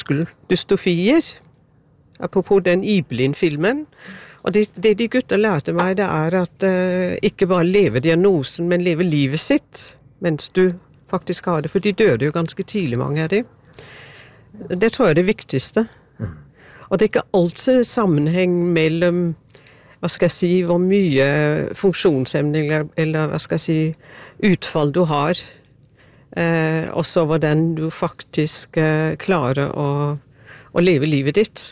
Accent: Denmark; Norwegian is a second language; now in Oslo, Norway; Jeg er opprinnelig fra Danmark. Og prøver å snakke norsk, men jeg vet jeg høres ut som en tysker.

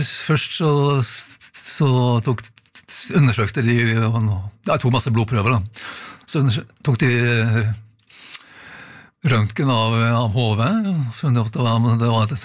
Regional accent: Strandvik, Vestland, Norway; also born or lived in Bergen; jeg vokste først opp i Bergen til jeg var 4 år, ja. Så i Strandvik i nåværende Bjørnafjord kommune.

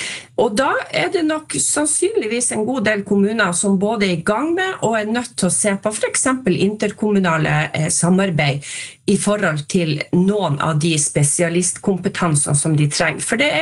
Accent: Nordland, Norway; Jeg kommer selv fra Nordland.

